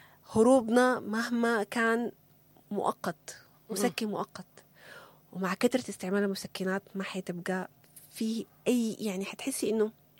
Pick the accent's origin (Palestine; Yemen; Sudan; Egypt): Sudan; احنا كسودانيين عندنا ايمان انه الله موجود، انه الله كريم.